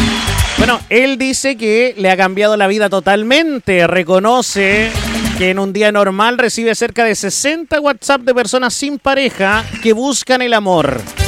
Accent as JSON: {"language": "Spanish", "country": "Chile", "said": "un locutor de acá de Chile"}